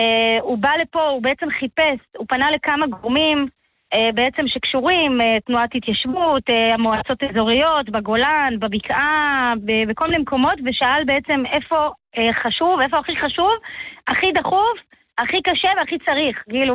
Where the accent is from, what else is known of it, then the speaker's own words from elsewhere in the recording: Ramat Gan, Tel Aviv District, Israel; moved away as an adult; אני גדלתי בעיר, אני בחורה מרמת גן